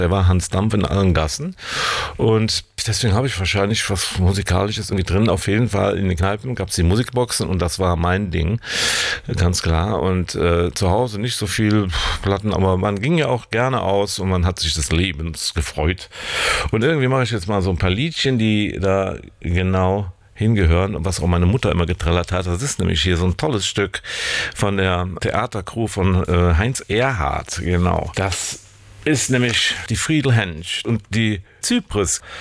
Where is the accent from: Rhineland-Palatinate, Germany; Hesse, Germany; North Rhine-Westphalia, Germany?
North Rhine-Westphalia, Germany; Niederkassel; Es gab ja auf dem Dorf, ne, ich komme ja aus dem Dorf, dörflicher geht es nicht, aus Niederkassel-Lilsdorf. Und da gab es die Raffinerie aus Wesseling, die war auf der anderen Rheinseite. Also ganz klar, vom Rhein komme ich.